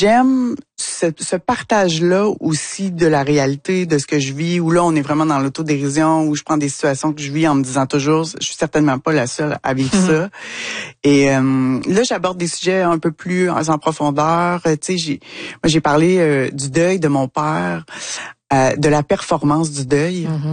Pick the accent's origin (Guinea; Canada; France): Canada; Quebec; du Québec. Moi, je suis psychocriminologue et écrivaine. Et là, bon, j'avais changé un peu mon accent parce qu'il y a des gens qui avaient de la difficulté à me comprendre.